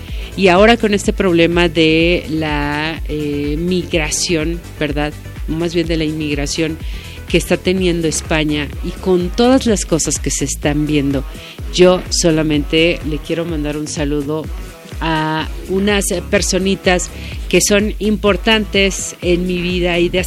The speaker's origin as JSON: {"language": "Spanish", "country": "Mexico"}